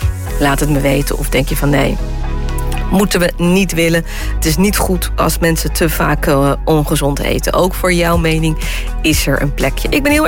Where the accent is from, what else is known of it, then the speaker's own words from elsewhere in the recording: Rotterdam, South Holland, Netherlands; Ja, ik ben uit Rotterdam, dus ik zeg eigenlijk gewoon patat.